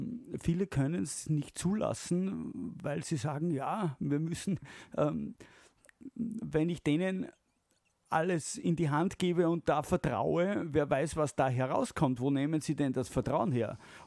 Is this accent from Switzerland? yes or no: no; Salzburg, Austria; Das kennt man als Salzburger